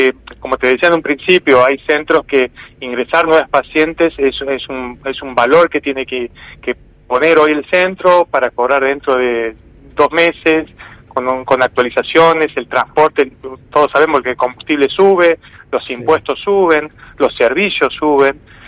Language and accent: Spanish; Santiago del Estero, Argentina; yo soy de Santiago del Estero.